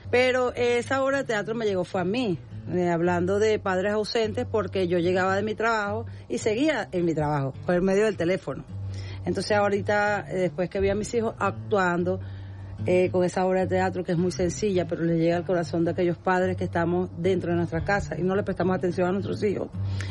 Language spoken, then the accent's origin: Spanish; Falcón, Venezuela; no soy de La Guaira, pero amo La Guaira. Soy del estado Falcón.